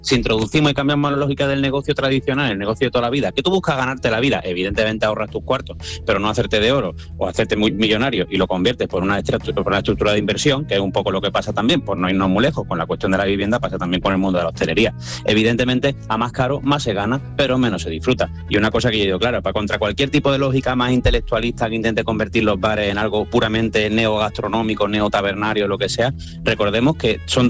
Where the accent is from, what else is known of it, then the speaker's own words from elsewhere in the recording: Andalusia, Spain; now in Madrid, Spain; los expatriados como yo, que yo ahora mismo vivo en Madrid